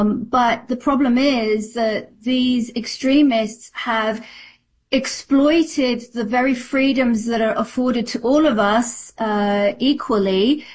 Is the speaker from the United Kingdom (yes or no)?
yes; United Kingdom; moved away as an adult; also born or lived in Iran; And in the UK, from where I'm from